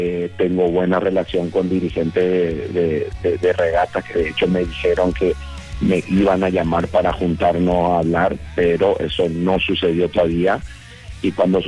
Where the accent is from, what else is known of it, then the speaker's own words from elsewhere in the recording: Paraguay; voy a ser el primer entrenador paraguayo